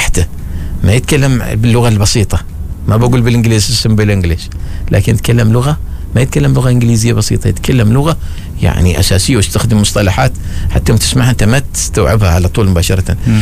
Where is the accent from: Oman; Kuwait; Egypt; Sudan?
Oman; لأني أنا تو عماني وبامدح عمان